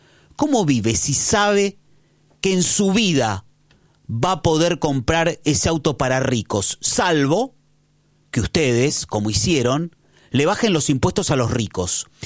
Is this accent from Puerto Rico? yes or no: no; Argentina; somos todos argentinos iguales acá, loco.